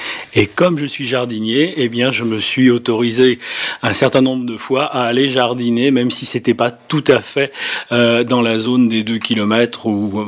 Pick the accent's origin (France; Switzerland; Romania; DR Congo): France; Brittany; first language Gallo; French is a second language; Donc je dis que ma langue maternelle, ben, c'est le patois, puisqu'on n'avait pas encore inventé le mot gallo à l'époque.